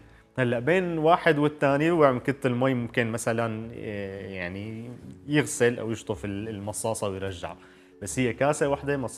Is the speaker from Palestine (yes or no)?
no; Syria; نحن شوام بالشام ما كتير بيشربوا متة.